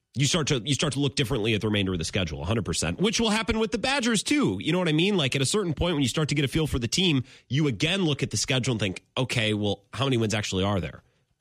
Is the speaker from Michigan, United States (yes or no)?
yes; Menominee, Michigan, United States; I learned how to, because I'm from Menominee, I learned how to fly fish on the O'Galley.